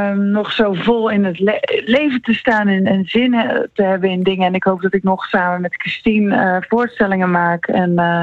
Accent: Zeeland, Netherlands; accent: Zeeuws; Ja, ik had wel. Ik sprak wel Zeeuwser dan ik dacht.

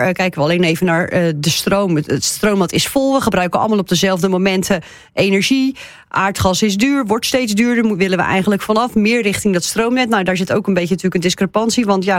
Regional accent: Netherlands

